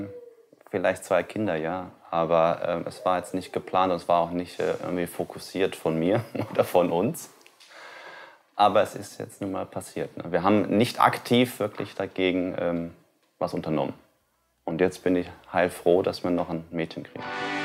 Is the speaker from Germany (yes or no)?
yes; Offenbach, Hesse, Germany; also born or lived in Frankfurt; bin 40 Jahre alt und in Frankfurt geboren. Nach 1,5 Jahren wurde ich von meinen Eltern quasi nach Offenbach verschleppt.